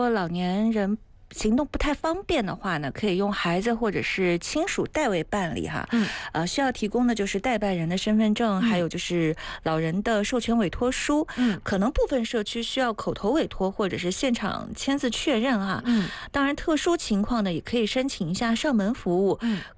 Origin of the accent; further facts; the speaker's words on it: Anhui, China; 我们安徽人